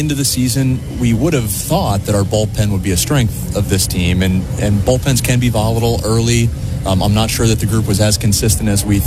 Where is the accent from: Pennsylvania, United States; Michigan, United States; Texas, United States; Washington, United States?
Pennsylvania, United States; Well, I grew up in the Philadelphia suburbs, so it's great to be back and see family.